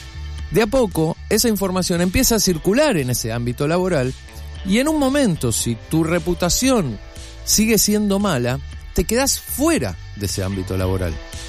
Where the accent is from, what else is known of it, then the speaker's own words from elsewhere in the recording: Argentina; cómo desarrollar un anticuerpo como argentinos